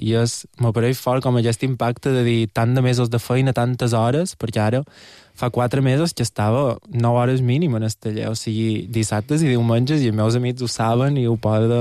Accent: Portocolom, Balearic Islands, Spain; Era allà on jo soc de Portocolom i vaig molt a Sallà

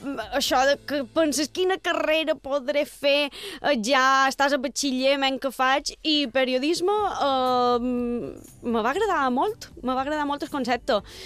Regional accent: Palma, Balearic Islands, Spain; Sol contestar que sóc de Palma, però ja per les renyades que m'endui. Jo sóc de Sant Ferriol, tota la vida he viscut a Sant Ferriol. I és de Sant Ferriol, pensam que Sant Ferriol és un poble.

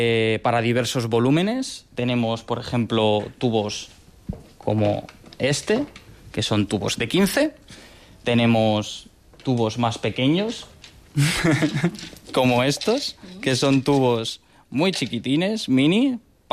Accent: Madrid, Community of Madrid, Spain; now in Balearic Islands, Spain; yo hice biología en Madrid, soy madrileño

